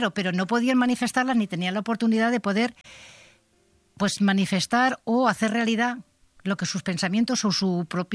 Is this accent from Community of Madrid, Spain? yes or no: no; Castilla-La Mancha, Spain; born or raised there